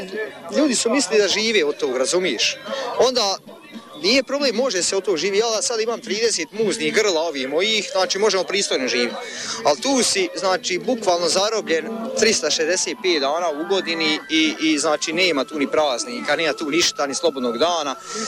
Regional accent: Sladna, Federation of Bosnia and Herzegovina, Bosnia & Herzegovina; Iz Sladne sam ja, iz Obrbašića.

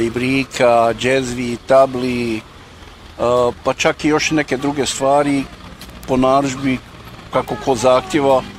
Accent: Kakanj, Federation of Bosnia and Herzegovina, Bosnia & Herzegovina; dolazim iz Kaknja.

